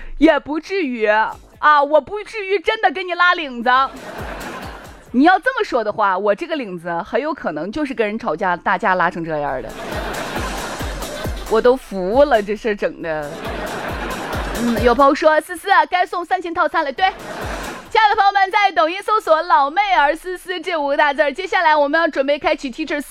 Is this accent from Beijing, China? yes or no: no; Shaanxi, China; 这就是我们陕西人。